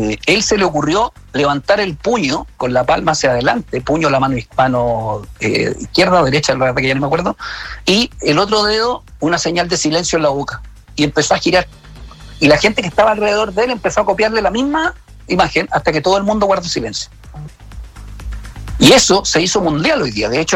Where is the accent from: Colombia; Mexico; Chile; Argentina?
Chile; Somos un pedacito de Chile